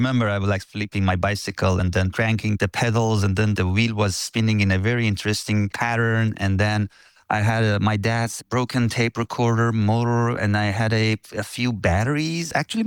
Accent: Tehran, Tehran Province, Iran; I was born and raised in Tehran, one of the most polluted cities in the world.

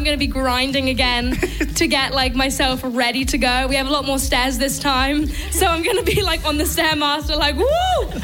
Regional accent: London, United Kingdom; born or raised there

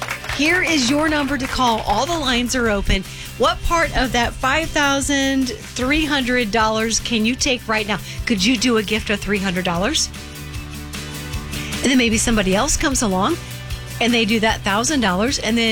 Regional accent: Texas, United States; You can tell that being a Texan, I've never had to say that before.

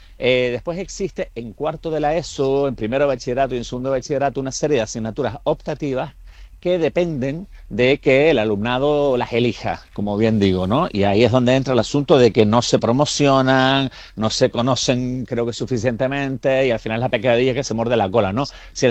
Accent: Canary Islands, Spain; Sabiendo lo que suele saber la gente a nivel general de contenidos canarios, de nuestro dialecto, de nuestra historia, de nuestro, en fin, nuestro sistema político, económico, fiscal y demás

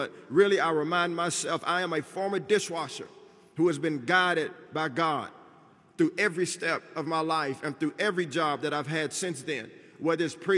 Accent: Texas, United States; I'm from Texas, it would have been an easy deal.

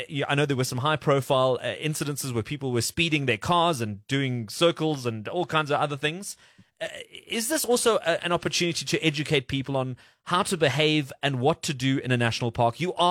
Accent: South Africa; I'm a South African citizen.

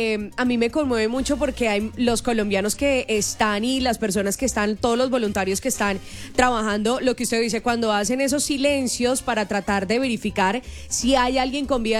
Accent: Colombia; nosotros como colombianos somos muy berracos

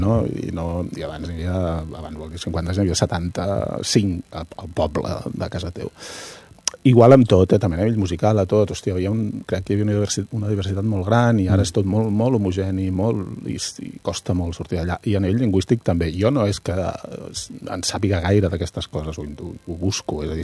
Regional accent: Taradell, Catalonia, Spain; Sí, és d'on jo soc de Taradell, eh?

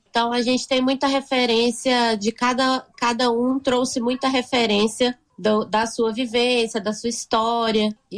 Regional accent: Teófilo Otoni, Minas Gerais, Brazil; Eu que sou da região de Teoflotone, eu já gosto de outros tipos de música. Uma coisa mais pro forró, mais pro... Pagodão baiano. Então tem essa mistura de Minas, que Minas é isso, né?

